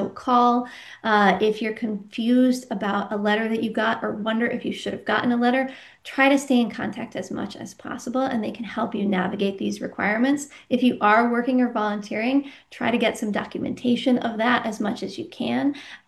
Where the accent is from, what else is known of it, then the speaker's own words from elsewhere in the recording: Washington, United States; I grew up in Western Washington.